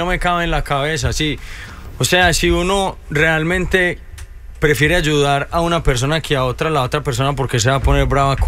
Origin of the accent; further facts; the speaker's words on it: Colombia; moved away; Yo salí de Colombia buscando el oro en otros lugares y ya quizás pasé mucho tiempo afuera, y cuando me di cuenta era demasiado tarde y quise regresar a mis raíces, que era lo que realmente importa.